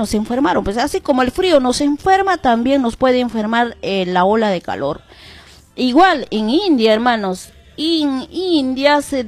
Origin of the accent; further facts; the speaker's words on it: Peru; si nosotros como peruanos